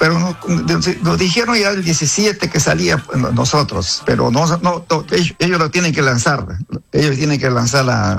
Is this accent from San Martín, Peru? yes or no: yes; Moyobamba, San Martín, Peru; nosotros en realidad representamos no solamente a mi tierra, Moyobamba, que es el corazón de la selva